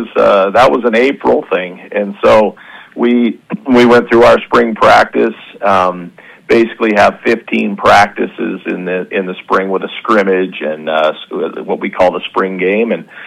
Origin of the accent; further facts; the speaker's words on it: Montana, United States; moved away as an adult; now in Reading; I grew up in Montana, for starters, and then went to the University of Montana